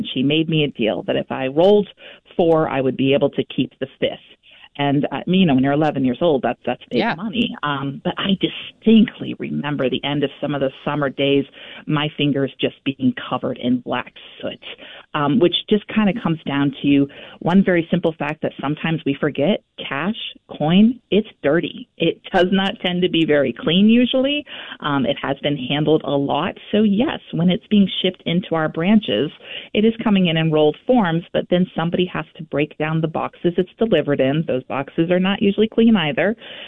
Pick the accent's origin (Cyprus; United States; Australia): United States; Maine; now in Vermont, United States; I'm actually not from Vermont. I grew up in central Maine, and I used to vacation up in Vermont with my grandparents that lived in the Jeffersonville area.